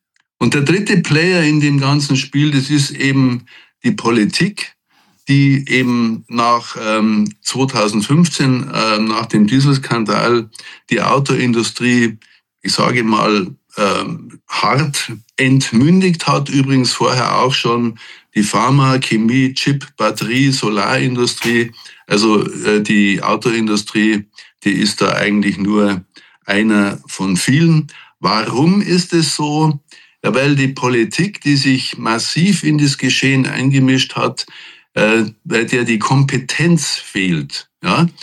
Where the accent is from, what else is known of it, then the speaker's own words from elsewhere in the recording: Chemnitz, Saxony, Germany; born there; ich bin in Chemnitz geboren